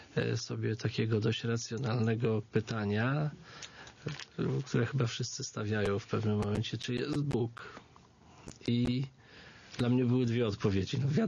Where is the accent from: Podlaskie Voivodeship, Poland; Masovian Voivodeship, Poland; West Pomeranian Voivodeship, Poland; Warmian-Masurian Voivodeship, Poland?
Masovian Voivodeship, Poland; Warsaw; Po kolei miasto, Warszawa. Warszawa, samo